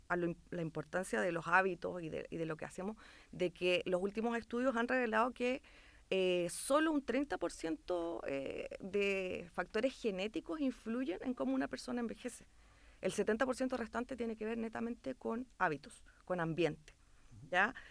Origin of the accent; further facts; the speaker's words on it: Santiago Metropolitan, Chile; del sector de donde yo vengo, La Florida, Puente Alto, San Joaquín.